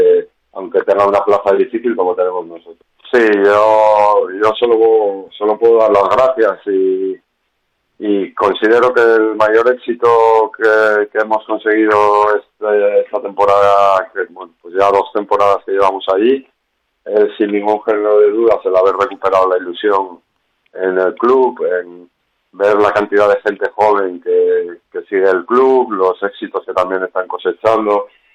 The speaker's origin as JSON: {"language": "Spanish", "town": "Santander", "region": "Cantabria", "country": "Spain", "said": "Yo soy del Racing de Santander, porque bueno, soy de ahí."}